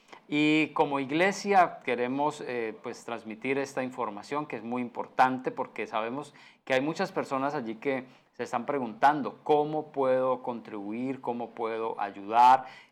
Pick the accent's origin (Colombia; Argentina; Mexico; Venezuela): Colombia